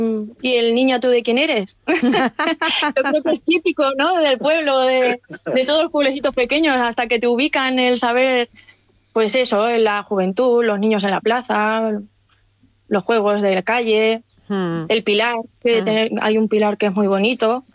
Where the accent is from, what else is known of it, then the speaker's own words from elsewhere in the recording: Puertollano, Castilla-La Mancha, Spain; moved away as an adult; now in La Viñuela, Spain; yo soy de Puerto Llano, pero mis padres tienen un campo a un kilómetro y poquito de aquí del pueblo. Y bueno, yo los veranos los he pasado aquí con mis padres, con mi hermana.